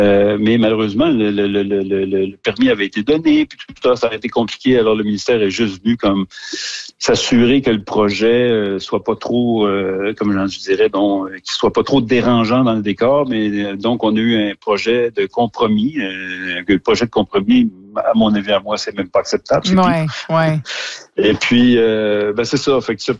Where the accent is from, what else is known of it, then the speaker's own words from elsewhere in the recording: Terrebonne, Quebec, Canada; dans le Vieux-Terrebonne, je suis né dans le Vieux-Terrebonne. Mes parents avaient des commerces dans le Vieux-Terrebonne. Quand j'étais adolescent, le Vieux-Terrebonne, ça s'appelait pas le Vieux-Terrebonne